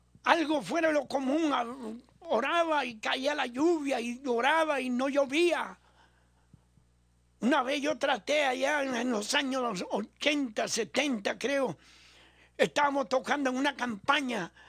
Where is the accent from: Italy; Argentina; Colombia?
Italy; Spanish is a second language; moved away; also born or lived in Venezuela; Yo soy italiano, pero he pasado mucho tiempo en Venezuela, ya aprendimos el español. Vamos para 71 años de edad ahora en febrero.